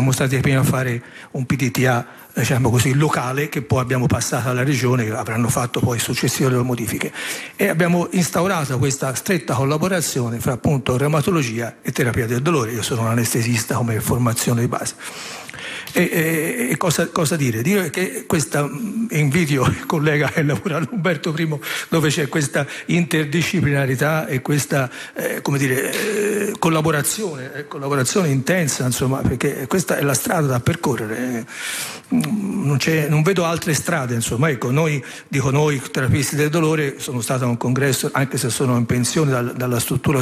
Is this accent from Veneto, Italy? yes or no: no; Empoli, Tuscany, Italy; Noi veniamo da Empoli e più di 10 anni fa, se non vado errato, se non sbaglio, controllavo le date, 10 anni fa abbiamo costituito questa associazione